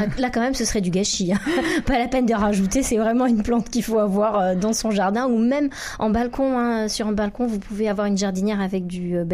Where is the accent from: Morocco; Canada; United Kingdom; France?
France; Provence-Alpes-Côte d'Azur; je suis provençale